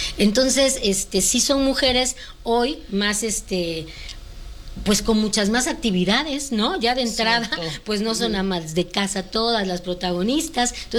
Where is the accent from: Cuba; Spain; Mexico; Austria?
Mexico; Campeche; now in Mexico City, Mexico; yo soy de Campeche, no era de Ciudad de México, entonces no conocía mucho.